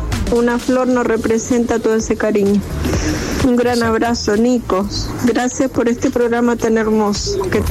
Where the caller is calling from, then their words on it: Luján, Buenos Aires Province, Argentina; de Luján.